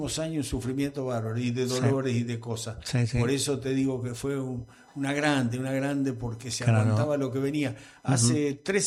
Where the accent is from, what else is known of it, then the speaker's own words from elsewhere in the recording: Argentina; Nosotros en Argentina no podemos